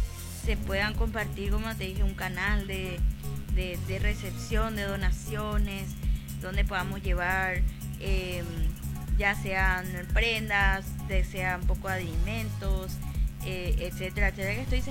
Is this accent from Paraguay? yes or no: yes; Paraguay; esa unión y esa solidaridad que tanto nos caracteriza como paraguayos también.